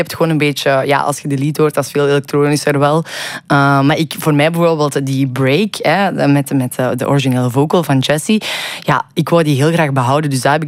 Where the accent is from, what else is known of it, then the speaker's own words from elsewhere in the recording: Belgium; Ik vind eigenlijk dat we daar veel trotser op mogen zijn als Belgen.